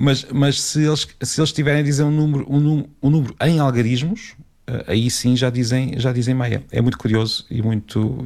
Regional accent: Portugal; nós portugueses também temos um sotaque chiado.

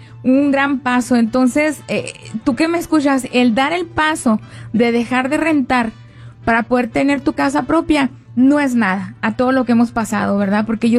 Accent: Chihuahua, Mexico; moved away as an adult; also born or lived in Santa Fe, New Mexico; now in United States; Entonces yo vengo de Chihuahua, yo estudié una carrera, yo soy ingeniero civil.

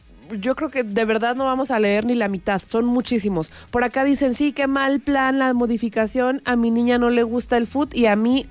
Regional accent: Mexico; Otra cortina de humo ese mundial, pero bueno, somos mexicanos y nos gusta el fútbol.

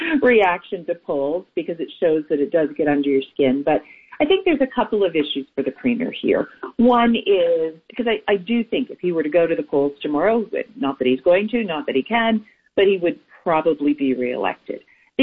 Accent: Listowel, Ontario, Canada; I grew up in Listowel, Patty, as we've discussed, you know, not far mm-hmm. from Stratford, well north of Windsor.

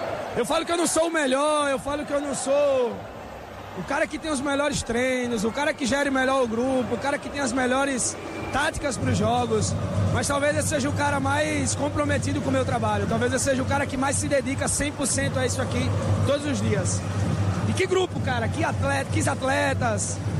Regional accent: Sergipe, Brazil; moved away as an adult; Eu venho de Sergipe

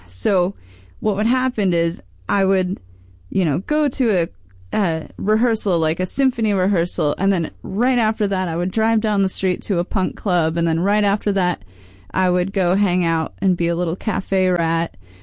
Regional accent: Michigan, United States; growing up in Michigan, we were Michigan fans. We were Michigan Wolverines.

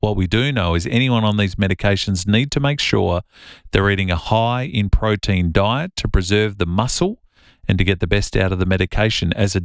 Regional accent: Millicent, South Australia, Australia; moved away; It's my hometown, God's country.

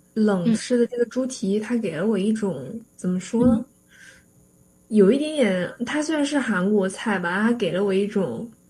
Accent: Sichuan, China; moved away; 你知道我是四川人嘛

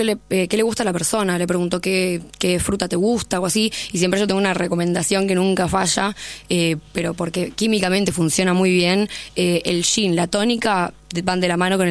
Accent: Argentina; Nosotros, como argentinos

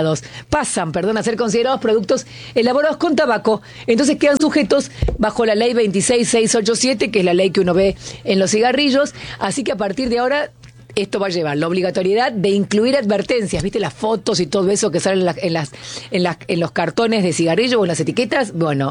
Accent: Argentina

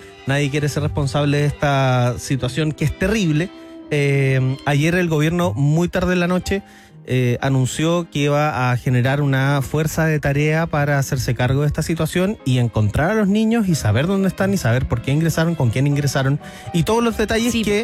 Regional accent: Viña del Mar, Valparaíso, Chile; moved away as an adult; now in Santiago, Chile; yo soy de Viña y llevo 6 años viviendo en Santiago. 6 o 7 incluso, 7. 7 años viviendo en Santiago

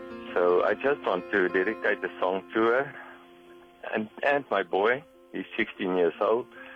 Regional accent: South Africa; moved away as an adult; I'm originally from South Africa

